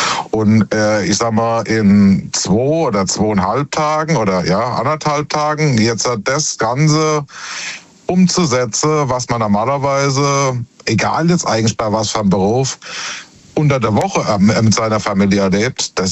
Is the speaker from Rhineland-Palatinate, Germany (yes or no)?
yes; Worms, Rhineland-Palatinate, Germany; Ich bin aus Worms.